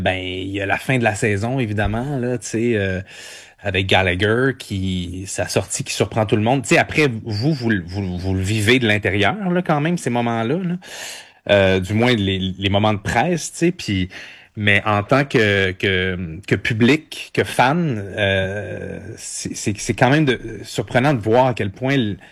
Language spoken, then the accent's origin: French; Montreal, Quebec, Canada; born there